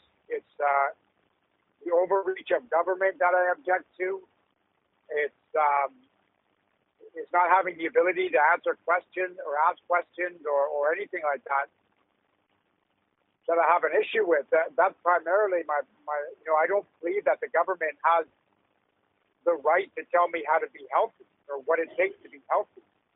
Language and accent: English; Canada; the state that we were in as a Canadian society